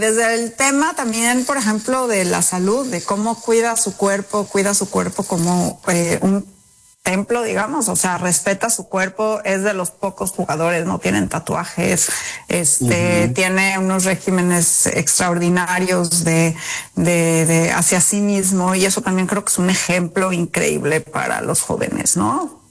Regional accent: Mexico; dime si no somos fans los mexicanos

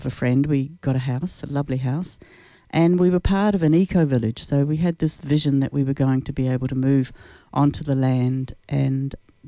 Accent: New Zealand; moved away as an adult; also born or lived in England / London / Fremantle; now in Margaret River, Australia; Originally New Zealand.

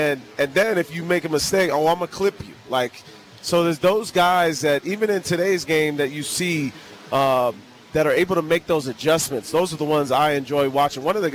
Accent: San Diego, California, United States; I was playing with Bruce Bochy's son, Brett Bochy, growing up in San Diego.

